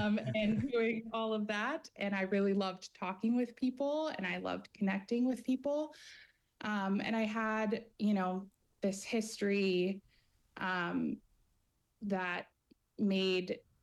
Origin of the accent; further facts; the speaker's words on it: Texas, United States; So I grew up in Texas, and that's where I began studying public health as an undergraduate.